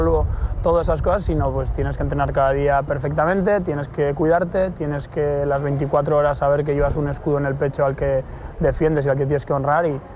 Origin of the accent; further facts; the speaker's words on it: Navarre, Spain; Estaba tan contento y tan feliz de jugar en el equipo de mi tierra